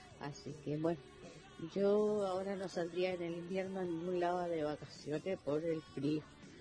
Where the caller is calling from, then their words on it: La Llave, Mendoza, Argentina; de la Llave